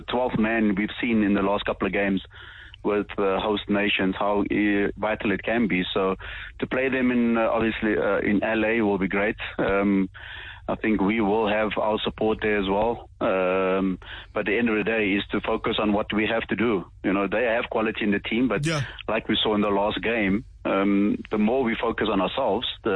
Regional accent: South Africa; we're South African. We always got to have snacks.

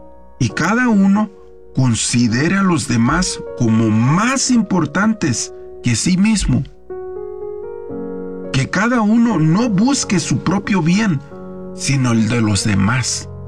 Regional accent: Mexico; somos mexicanos y sabemos que tenemos la sangre como los gallos, así.

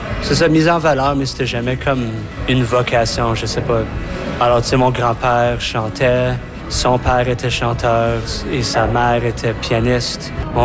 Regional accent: Edmonton, Alberta, Canada; J'ai grandi à Bonnie Doon, le quartier francophone, maintenant où mon père était directeur général ou artistique de l'Unithéâtre.

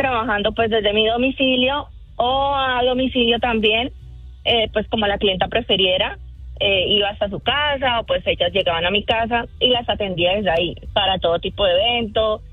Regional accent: Santander, Colombia; Santander.

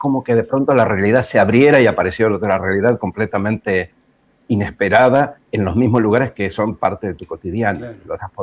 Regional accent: Buenos Aires, Argentina; born or raised there

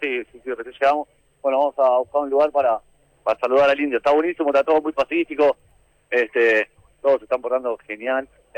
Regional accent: Lavallol, Buenos Aires Province, Argentina

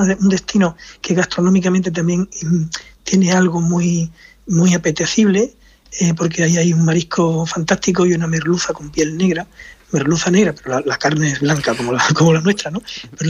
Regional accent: Spain; nuestra España

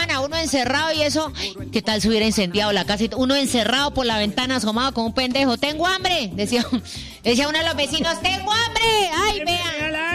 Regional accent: San Vicente de Chucurí, Santander, Colombia; Yo soy de San Vicente de Chucurí.

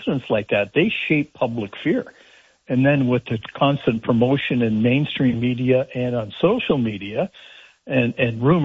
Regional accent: Sault Ste. Marie, Ontario, Canada; I grew up in Sault Ste. Marie

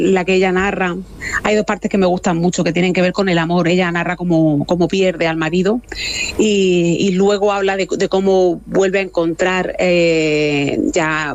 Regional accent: Cieza, Region of Murcia, Spain; now in Murcia, Spain; porque yo, aunque soy de Cieza, también llevo

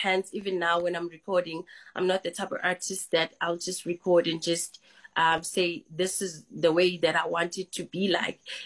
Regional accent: KwaZulu-Natal, South Africa; because I was mostly used to performing for people in my hometown, KZN.

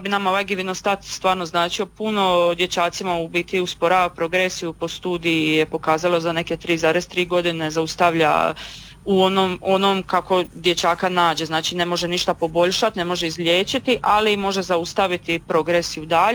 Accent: Zadar, Zadar County, Croatia; i mi smo iz Zadra

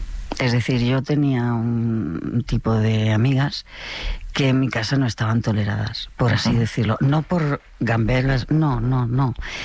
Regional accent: Barcelona, Catalonia, Spain

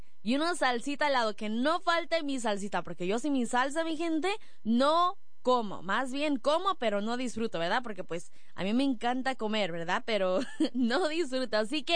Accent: Mexico; nosotros, los hispanos, bueno, yo soy mexicana

